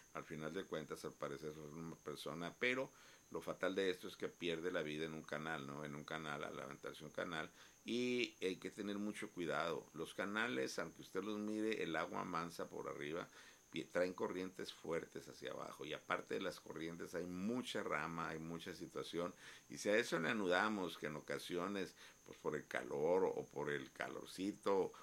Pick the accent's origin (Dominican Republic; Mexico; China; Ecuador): Mexico; así somos los mexicanos